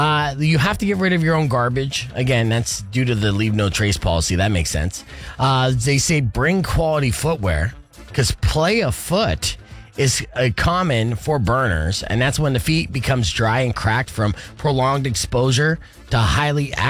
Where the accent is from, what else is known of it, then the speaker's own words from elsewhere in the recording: Arizona, United States; I grew up in Arizona